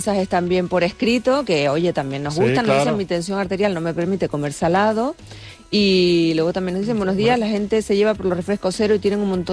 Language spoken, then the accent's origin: Spanish; La Palma, Canary Islands, Spain; No, en La Palma decimos tuno.